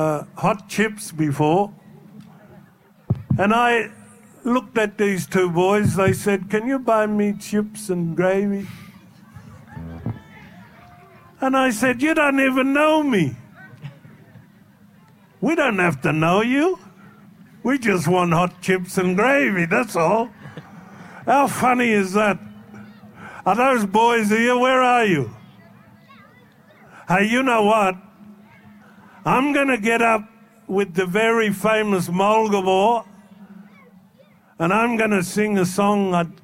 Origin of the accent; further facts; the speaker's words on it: New South Wales, Australia; now in Melbourne, Australia; See, I've been in Melbourne too long. And I'm not even from Melbourne. I'm from Murrumbidgee River in New South Wales.